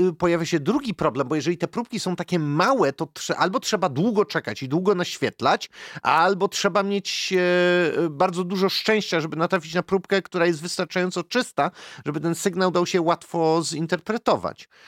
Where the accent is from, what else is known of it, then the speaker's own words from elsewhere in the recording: Poznań, Greater Poland Voivodeship, Poland; Jako poznaniak to ja zawsze chcę mieć wszystko wykalkulowane